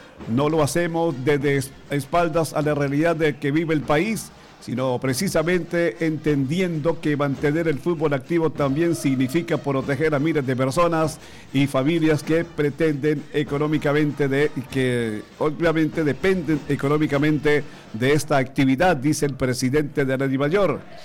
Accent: Colombia; nos duele mucho lo que está pasando en mi país

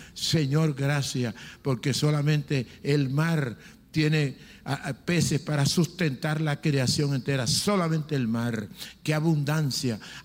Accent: Planeta Rica, Córdoba, Colombia; born there; bendigo, Señor, la ciudad de Planeta Rica, la tierra que me vio nacer

